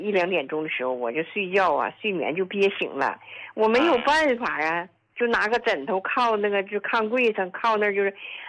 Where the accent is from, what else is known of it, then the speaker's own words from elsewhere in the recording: Yingkou, Liaoning, China; 我是来自辽宁，就是营口的患者。